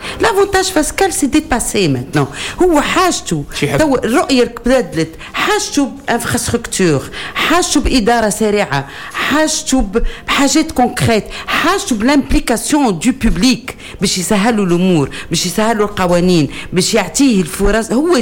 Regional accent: Bizerte, Bizerte Governorate, Tunisia; لهنا في بلادي بنزرت

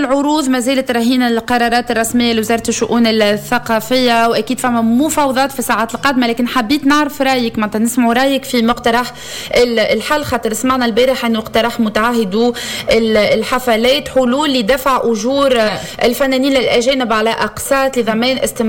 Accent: Bizerte, Bizerte Governorate, Tunisia; وانا من بنزرت

